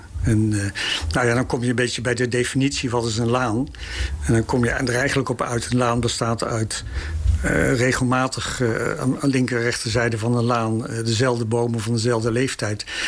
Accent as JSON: {"language": "Dutch", "town": "Belt-Schutsloot", "region": "Overijssel", "country": "Netherlands", "said": "Nee, ik kom niet uit Vollenhoven, ik kom uit Belschutsloot."}